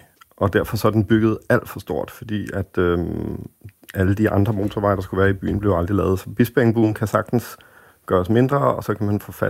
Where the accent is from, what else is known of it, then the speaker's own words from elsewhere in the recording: Copenhagen, Capital Region of Denmark, Denmark; jeg er københavner og vokset op her